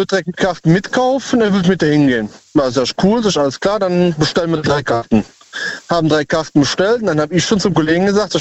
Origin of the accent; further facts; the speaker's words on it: Cologne, North Rhine-Westphalia, Germany; Aus Köln.